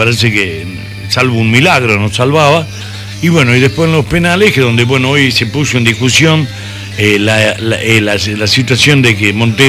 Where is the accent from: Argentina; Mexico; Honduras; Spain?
Argentina; Chilecito, La Rioja; siempre te preguntan, che, por la tonada, ¿dónde se vos? Siempre nos dicen, ¿son de Catamarca? No, somos de La Rioja, de Chilecito. Uno me dice, ¿de Chile vienen ustedes? No, de Chilecito, de La Rioja. Ah, yo creí que venían del país de Chile. No, somos de Chilecito.